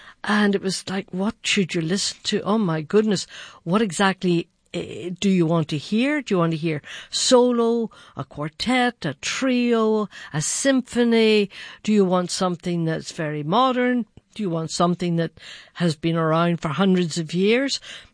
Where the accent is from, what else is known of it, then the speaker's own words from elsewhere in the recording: Ireland; as I am Irish